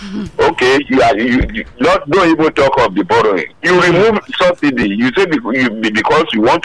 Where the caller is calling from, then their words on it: Lagos, Nigeria; from AIT Road.